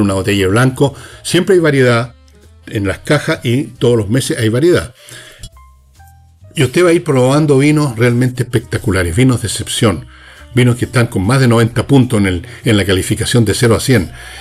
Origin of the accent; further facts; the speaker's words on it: Chile; Durante años, los argentinos nos han mirado a huevo a los chilenos